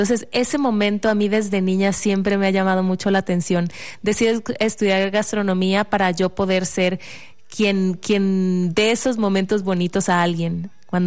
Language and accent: Spanish; Comalcalco, Tabasco, Mexico; now in Mexico City, Mexico; Siempre la cocina tabasqueña es inspiración, es mi raíz, es donde yo crecí, donde yo comí todos los primeros años de mi vida